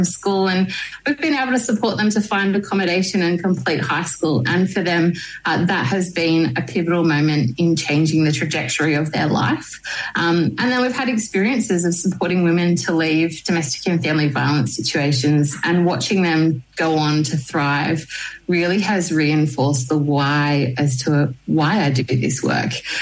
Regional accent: Sutherland Shire, New South Wales, Australia; growing up in the Sutherland Shire

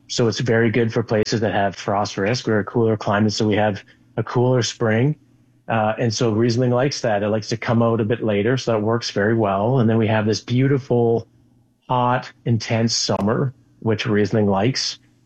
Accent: Canada; because we're Canadian and humble

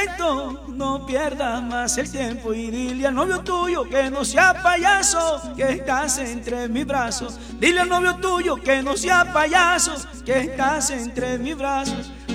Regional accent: Santa Marta, Magdalena, Colombia; now in Barranquilla, Colombia; Somos de Santa Marta, sí.

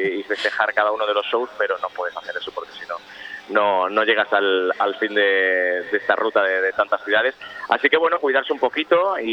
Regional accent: Castile and León, Spain; lo importante es alimentarse con botillo del Bierzo, de mi tierra, que es un embutido importante, ¿no?

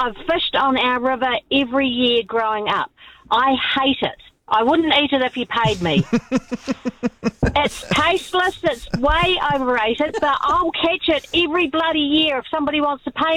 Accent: South Island, West Coast, New Zealand; I am a true blue South Island West Coaster where whitebait all originated.

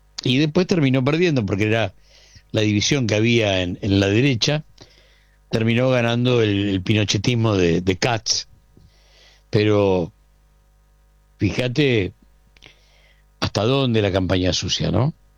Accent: Argentina; De eso, como argentino, te podemos explicar un montón de cosas

